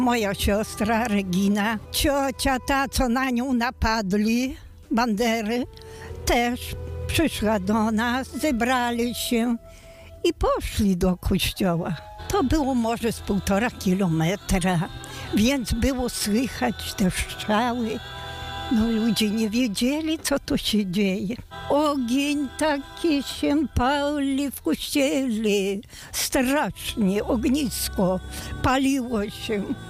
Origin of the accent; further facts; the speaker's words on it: Warszawka, Volyn Oblast, Ukraine; now in Poland; Pochodzę z Wołynia, wieś Warszawka, powiat Gorochów.